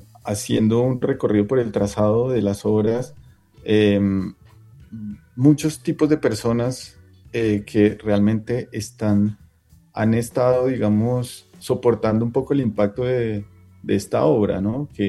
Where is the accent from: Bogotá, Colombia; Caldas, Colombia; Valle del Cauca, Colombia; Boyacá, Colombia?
Bogotá, Colombia; nos representa a todos como bogotanos